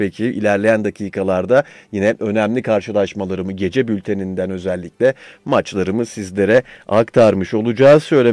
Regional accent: Istanbul, Turkey; Çünkü ne Çorumluyum ne Bodrumluyum. Doğma büyüme İstanbulluyum.

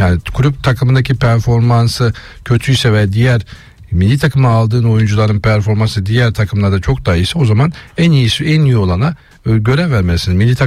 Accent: Black Sea Region, Turkey; tabii ki bir Karadenizliyiz.

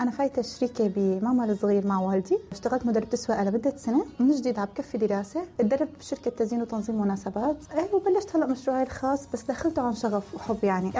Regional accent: Syria; moved away as an adult; now in Turkey; أنا طلعت من سوريا مثل كل مواليد التسعينات، ما قدرت كفي جامعتي، أخذت البكالوريا، طلعت لتركيا

